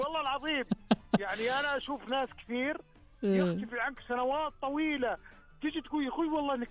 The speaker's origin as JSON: {"language": "Arabic", "town": "Taif", "region": "Makkah Province", "country": "Saudi Arabia", "tie": "born or raised there", "moved": "yes", "lives_now": "Riyadh, Saudi Arabia", "said": "الطايف ديرتي ومسقط راسي."}